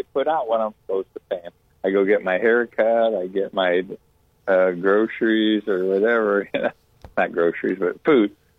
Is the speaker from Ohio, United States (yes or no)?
yes; Akron, Ohio, United States; We're all from Akron. Well, you're from Youngstown or whatever. But yeah, we're all from the inner city.